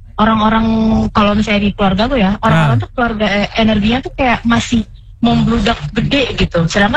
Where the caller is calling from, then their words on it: Manado, North Sulawesi, Indonesia; Aku kebetulan di Manado.